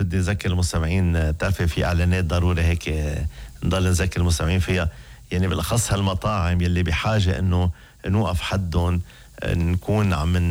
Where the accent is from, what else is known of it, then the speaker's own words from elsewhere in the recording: Lebanon; كلنا كلبنانيين بنشوف حالنا فيهم،